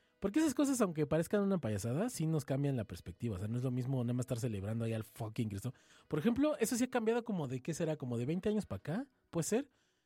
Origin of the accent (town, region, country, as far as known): Mexico